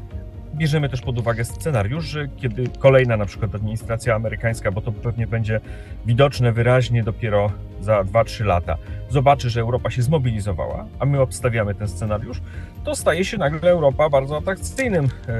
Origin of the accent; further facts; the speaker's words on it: Rzeszów, Subcarpathian Voivodeship, Poland; ze względu na to, że pochodzę z Polski południowo-wschodniej, z Rzeszowa